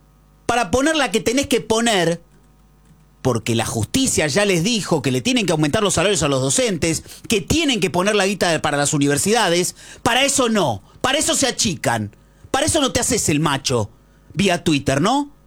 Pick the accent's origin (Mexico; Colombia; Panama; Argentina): Argentina; a mí me herís como argentino